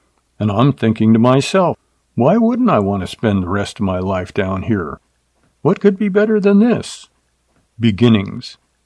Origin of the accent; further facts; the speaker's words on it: California, United States; I grew up in Southern California, hiking, running, and surfing Black's Beach in La Jolla and a few other spots in San Diego County.